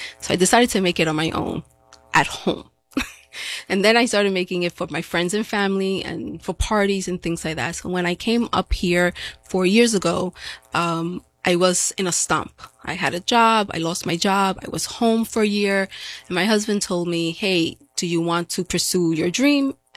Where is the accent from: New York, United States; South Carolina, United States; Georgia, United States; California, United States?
New York, United States; Brooklyn; now in Dutchess County, United States; So originally I come from New York City. So I'm from Brooklyn. I moved up here to Dutchess County and I have now 4 years in August.